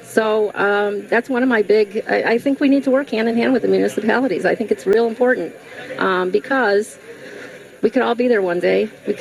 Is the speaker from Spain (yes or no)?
no; Chicago, Illinois, United States; also born or lived in Hoffman Estates, Illinois; now in McHenry County, Illinois, United States; I grew up in Cook County. I grew up on 21st Place in Damon in the Pilsen neighborhood.